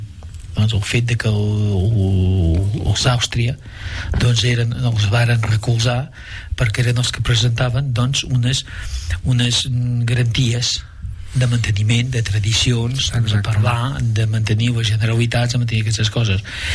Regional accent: Franja de Ponent, Spain; Jo m'he criat a la Franja de Ponent també

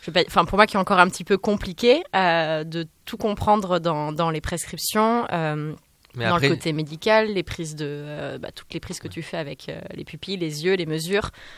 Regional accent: Nouvelle-Aquitaine, France; moved away as an adult; j'ai grandi à côté de Bordeaux, donc entre les deux.

